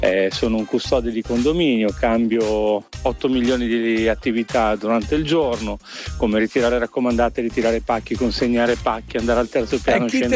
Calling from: Milan, Lombardy, Italy

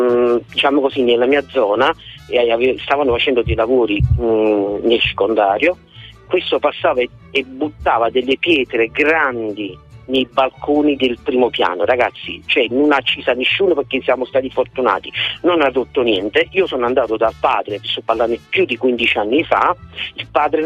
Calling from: Naples, Campania, Italy; come diciamo a Napoli

